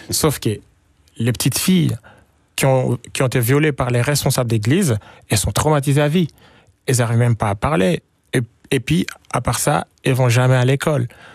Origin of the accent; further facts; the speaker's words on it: eastern Congo, DR Congo; moved away; Moi, j'ai grandi à l'Est